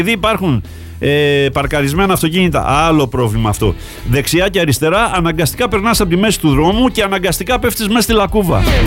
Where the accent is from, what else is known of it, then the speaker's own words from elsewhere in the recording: Lykoudi, Greece; στο χωριό μου, στο Λυκούδι?